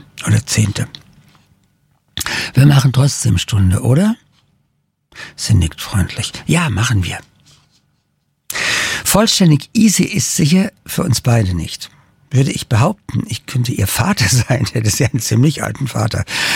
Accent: Darmstadt, Hesse, Germany; geht die Sonne unter, hinter den Darmstädter Palmen. Ein plässlich rosa Himmel und ich freue mich an meiner Heimatstadt.

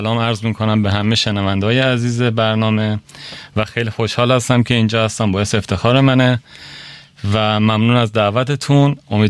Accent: Iran; now in Germany; Ich komme ursprünglich aus dem Iran und lebe seit einigen Jahren in Deutschland.

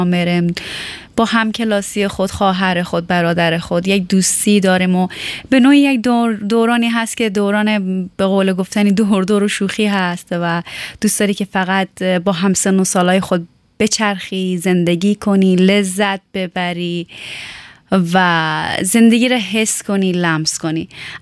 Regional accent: Tehran, Tehran Province, Iran; چون همیشه گفتم متولد ایران هستم، خودم در کوچه پس کوچه های تهران میدیدم و سرگرم بازی و شیطنت و راه مدرسه

